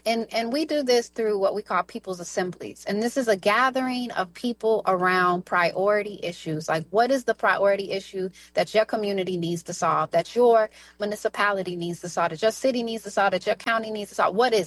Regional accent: Jackson, Mississippi, United States; That was based in Mississippi, specifically in my hometown, Jackson, Mississippi, where since I was a child, I can remember protesting outside of the only abortion clinic in Jackson, Mississippi.

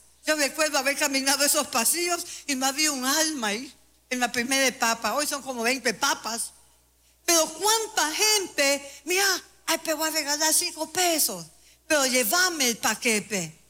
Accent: El Salvador; Así somos nosotros salvadoreños.

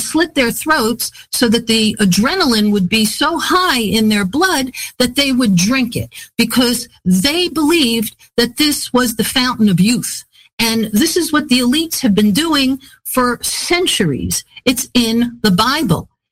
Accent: New York City, New York, United States; I'm from New York City

